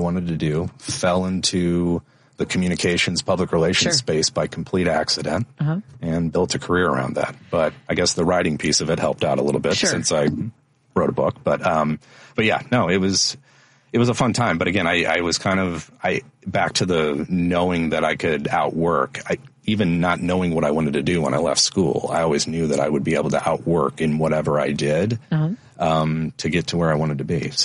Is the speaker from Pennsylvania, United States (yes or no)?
no; St. Louis, Missouri, United States; St. Louis.